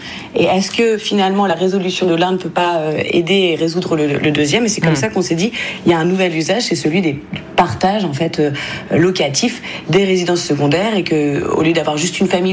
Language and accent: French; Brittany, France; je viens de Bretagne, donc pas très loin de la Normandie. Et j'ai grandi avec ces maisons secondaires vides. Il y en a beaucoup en Bretagne.